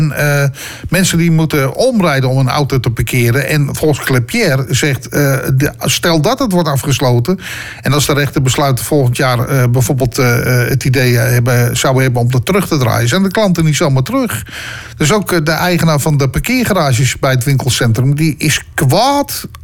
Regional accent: Utrecht, Netherlands; Dat hebben wij zelf verkozen als Utrechters.

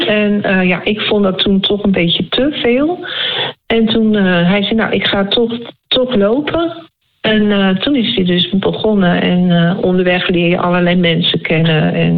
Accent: Rotterdam, South Holland, Netherlands; now in Maarssen, Netherlands; Want wij komen oorspronkelijk uit Rotterdam. We zijn naar Maarsen verhuisd.

